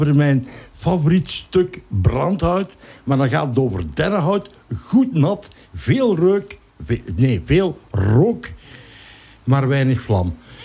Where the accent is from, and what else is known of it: Belgium